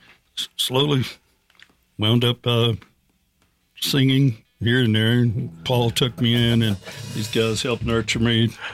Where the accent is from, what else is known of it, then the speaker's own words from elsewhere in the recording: Texas, United States; moved away as an adult; now in Albuquerque, United States; I'm originally from Texas.